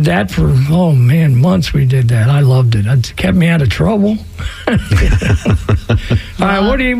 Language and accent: English; Philadelphia, Pennsylvania, United States; moved away; I was from Philadelphia